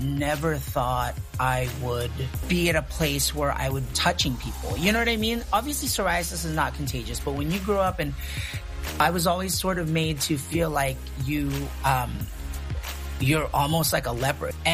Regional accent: Los Angeles, California, United States; born or raised there; English is a second language; also born or lived in Philippines

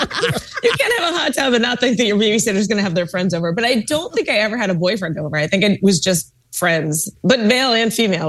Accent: Massachusetts, United States; I grew up in Massachusetts. There was the cranberry bogs.

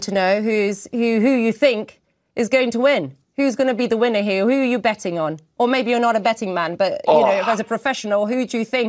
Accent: Portugal; it's Portugal, my home country

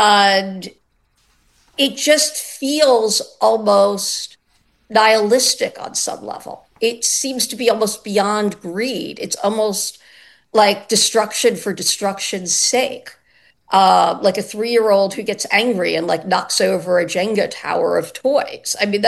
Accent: New York, United States; now in Los Angeles, United States

